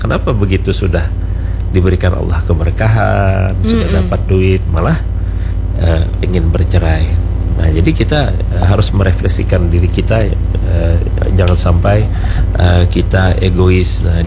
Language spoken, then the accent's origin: Indonesian; Banjar, South Kalimantan, Indonesia; budaya kita orang Banjar